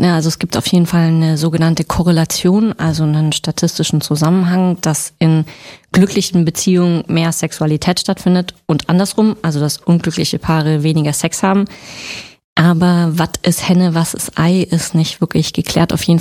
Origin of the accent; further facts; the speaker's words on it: Freiburg, Baden-Württemberg, Germany; Ich komme aus der Sonnenstadt, genau.